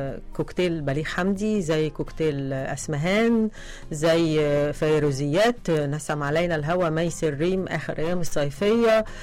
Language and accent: Arabic; Sharqia Governorate, Egypt; مشروع يعني انا من الشرقية